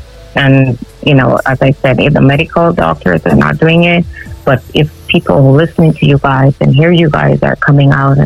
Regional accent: Ghana; growing up in Ghana

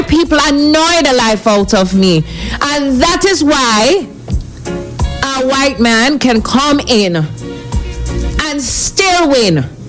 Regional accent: Jamaica; we are Jamaican

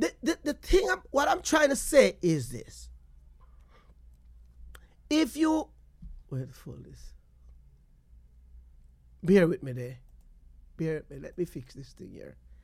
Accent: Portland Cottage, Clarendon, Jamaica; So, we grew up in Portland Cottage.

